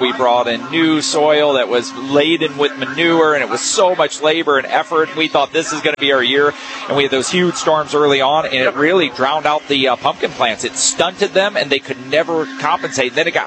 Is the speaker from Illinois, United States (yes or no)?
yes; Springfield, Illinois, United States; No, I'm from Springfield.